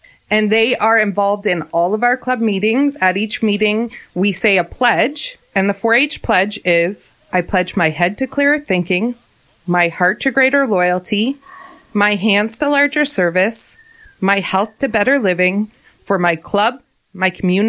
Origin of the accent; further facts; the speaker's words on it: Durham, Ontario, Canada; I grew up on a beef calf operation outside of Durham, and I'm still actively involved in that.